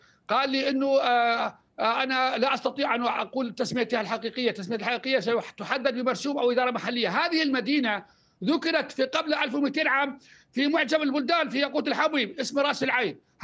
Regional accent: Al-Hasakah Governorate, Syria; أنا من أبناء المنطقة المالكية، أبناء قريتي اللي تعمل منطقة المالكية أو ناحية العربية بشكل كامل

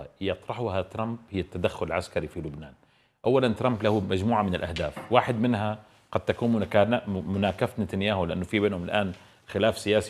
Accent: Syria; هل مهمتنا كسوريين أن نحقق مصالح العدو الإسرائيلي

